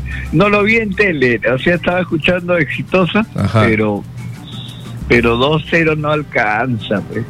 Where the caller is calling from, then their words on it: Lima, Peru; Ahora estoy en Pueblo Libre